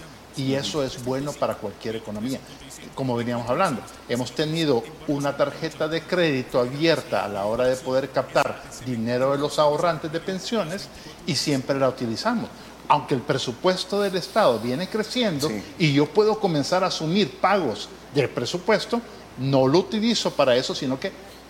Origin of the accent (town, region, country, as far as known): El Salvador